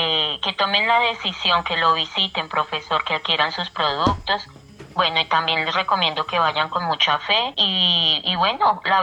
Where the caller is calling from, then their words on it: Medellín, Antioquia, Colombia; le estoy marcando acá desde Medellín, desde el barrio El Pomar.